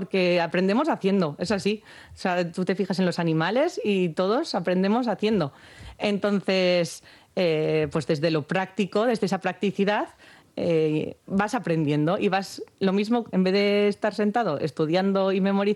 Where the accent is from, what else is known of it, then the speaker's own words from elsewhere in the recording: Gatica, Basque Country, Spain; Yo soy de Gatica, exactamente.